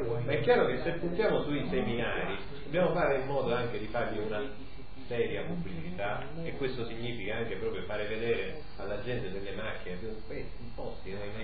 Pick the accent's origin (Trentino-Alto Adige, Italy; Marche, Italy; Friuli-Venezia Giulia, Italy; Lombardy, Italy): Trentino-Alto Adige, Italy; Trento; io sono di Trento